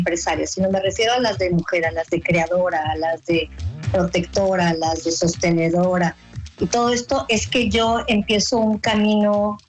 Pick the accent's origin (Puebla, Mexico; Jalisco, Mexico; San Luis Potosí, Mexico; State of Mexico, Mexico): Puebla, Mexico; yo soy una mujer poblana, tengo 53 años